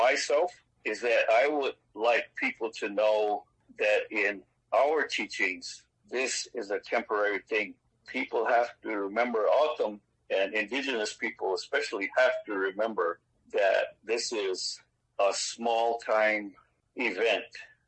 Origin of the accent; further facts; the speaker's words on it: Gila River Indian Community, Arizona, United States; I'm from Hashinkook, which is Saguaro Standing and the Gila River Indian community. My mom is from there. My father was from the Sales and Tapao area.